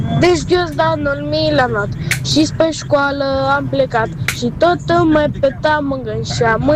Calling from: Buzău, Buzău County, Romania; din Buzău, am 10 ani

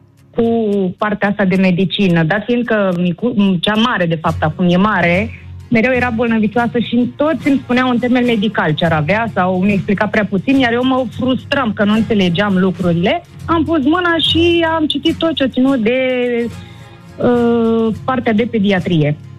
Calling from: Pitești, Argeș, Romania; Din Pitești, dragilor.

